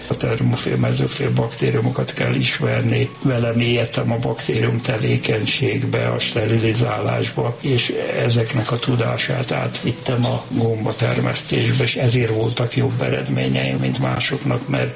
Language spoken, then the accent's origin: Hungarian; Budapest, Hungary; 47-ben születtem Budapesten, egy pincelakásba éltem 10 évig szüleimmel.